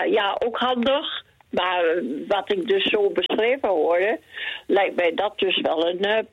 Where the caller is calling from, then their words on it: Hengelo, Overijssel, Netherlands; Uit Hengelo